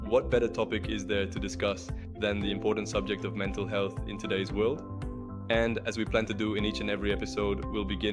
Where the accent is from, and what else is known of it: United States; born or raised there